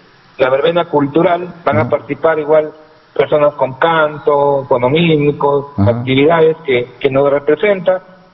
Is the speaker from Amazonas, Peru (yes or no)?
yes; Copallín, Amazonas, Peru; en mi pueblo de Copaín